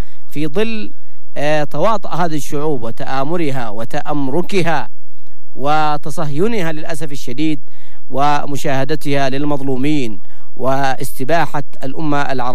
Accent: Yemen

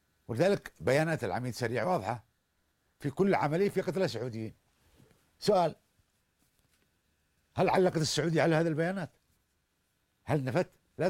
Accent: Yemen; احنا في بلدنا

